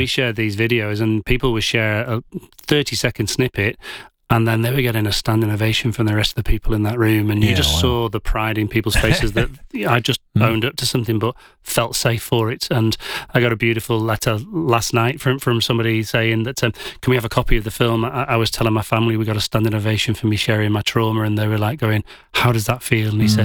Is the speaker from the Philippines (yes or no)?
no; England, United Kingdom; now in Adelaide, Australia; as an Englishman